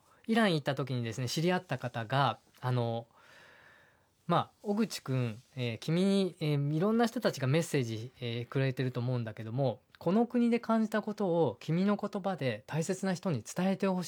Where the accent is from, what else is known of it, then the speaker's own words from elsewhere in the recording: Okaya, Nagano, Japan; 私の故郷岡谷市はかつて日本の4分の1のシルクを紡ぐ大生産地であり